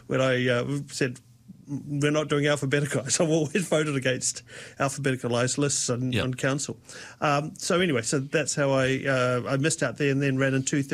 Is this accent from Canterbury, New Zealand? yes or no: no; Wellington, New Zealand; Born and raised in Wellington.